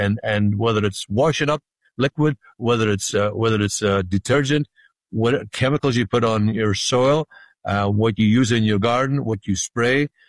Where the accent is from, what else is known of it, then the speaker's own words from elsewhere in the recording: Ireland; now in California, United States; People talk a good talk out here in California because I come from Ireland. We say in Ireland, he's full of blarney or she's full of blarney.